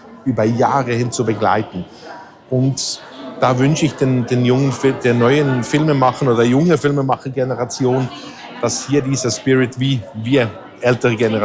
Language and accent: German; Switzerland; ich komme aus der Schweiz und ich kenne natürlich die Situation in den Bergen.